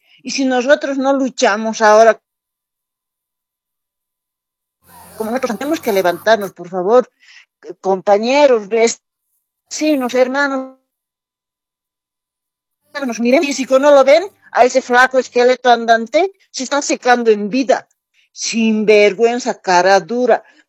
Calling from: La Paz, Bolivia; Yo hablo desde la ciudad de La Paz

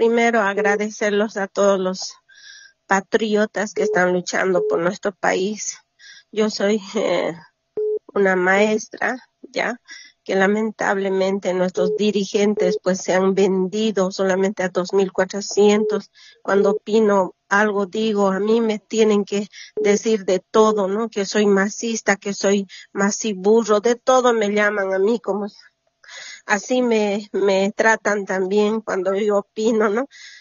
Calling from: Yapacaní, Santa Cruz, Bolivia; Estoy llamando de aquí, de Yapacaní.

